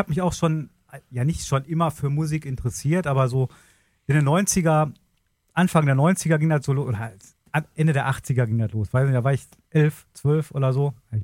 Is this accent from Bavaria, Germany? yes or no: no; Gladbeck, North Rhine-Westphalia, Germany; Und dann hat mir auch jemand gesagt, bei uns in Gladbeck, da gab es so einen kleinen Plattenladen. Da bin ich immer reingegangen. Da habe ich mir jeden Monat von meinem Taschengeld.